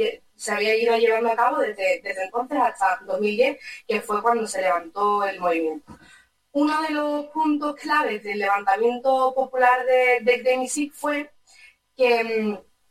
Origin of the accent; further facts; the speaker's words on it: Spain; born there; yo soy nacida en la diáspora, yo nací en España, pero pues soy de origen saharaui y concretamente soy de las zonas ocupadas del Sáhara Occidental.